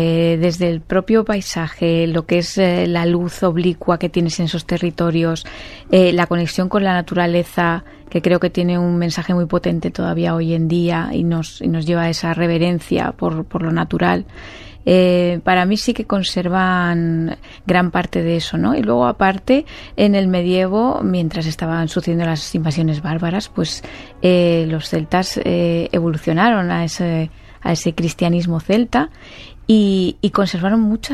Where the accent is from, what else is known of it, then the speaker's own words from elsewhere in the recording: Madrid, Community of Madrid, Spain; he hecho bastante de siglo XIX en Madrid, porque soy madrileña